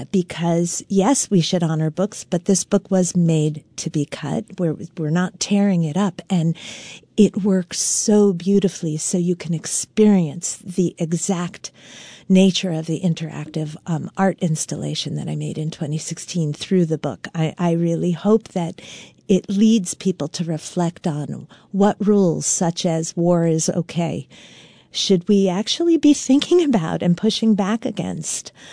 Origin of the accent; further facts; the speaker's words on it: New York, United States; moved away as an adult; now in Vermont, United States; I mean, I'm not born and raised here. I'm a New Yorker. I came up here the summer of 2000